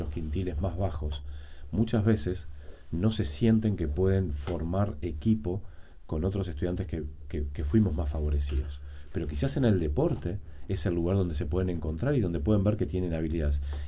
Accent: Uruguay

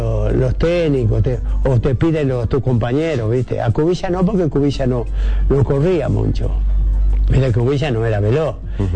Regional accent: Uruguay

